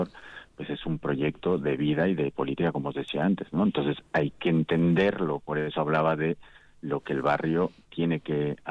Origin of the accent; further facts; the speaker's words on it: Mexico; now in Vitoria, Spain; Yo llegué de México, yo soy originario de México